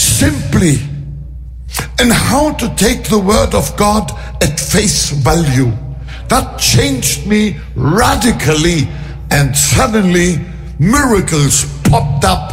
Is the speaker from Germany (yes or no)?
yes; Hamburg, Germany; moved away; also born or lived in Frankfurt; Yes, I grew up in Hamburg, and later on I lived in Frankfurt, but I'm neither a hamburger nor a Frankfurter.